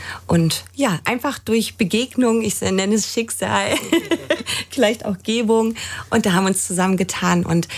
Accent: Papenburg, Lower Saxony, Germany; ich komme auch aus dem Norden. Ich komme auch ursprünglich aus Aschendorf, Papenburg. Da bin ich groß geworden.

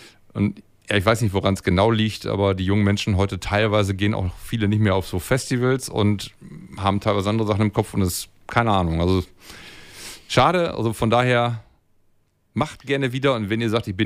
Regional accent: Emsdetten, North Rhine-Westphalia, Germany; Ich komme selber aus Emstetten, wir haben auch ein Umsonst- und Draußen-Festival.

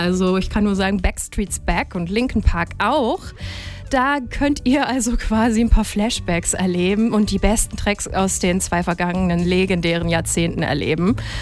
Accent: Hildesheim, Lower Saxony, Germany; now in Lüneburg, Germany; ich komme ursprünglich aus Hildesheim geboren und aufgewachsen und da ist Hameln ja quasi ein Katzensprung.

